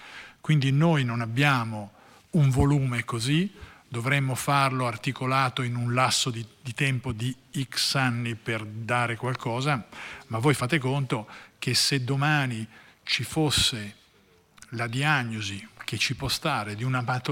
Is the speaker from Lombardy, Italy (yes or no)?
yes; Lombardy, Italy; Sempre da dove vengo io si diceva che lì i tumori rispetto al resto dell'Italia erano numerosissimi.